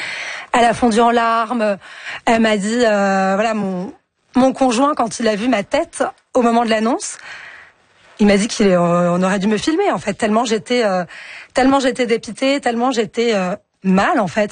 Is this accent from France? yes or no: yes; France